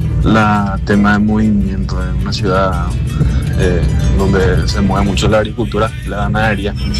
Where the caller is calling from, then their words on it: Ybycuí, Paraguarí, Paraguay; Yo soy del Cuy.